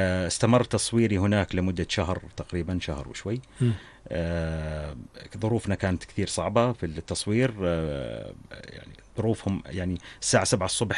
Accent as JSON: {"language": "Arabic", "country": "Jordan", "said": "انا من الاردن"}